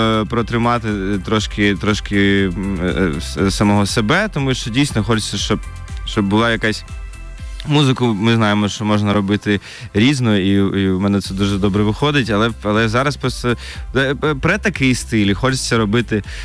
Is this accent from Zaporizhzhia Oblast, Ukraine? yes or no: no; Kyiv, Ukraine; Там Київ – це як більше моє рідне місто